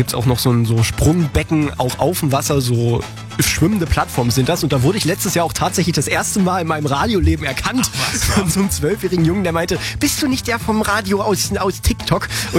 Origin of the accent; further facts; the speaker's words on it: Saxony-Anhalt, Germany; So, ich komme ja so aus der Ecke Altmark.